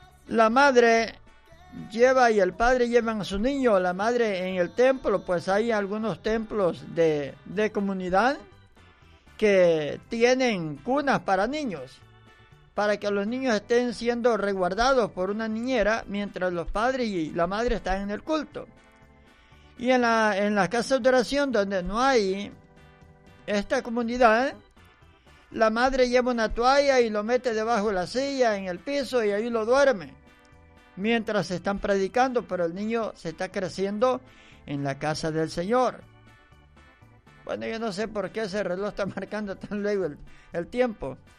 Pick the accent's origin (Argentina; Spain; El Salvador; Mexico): El Salvador; Como nosotros los salvadoreños que decimos buenas tardes.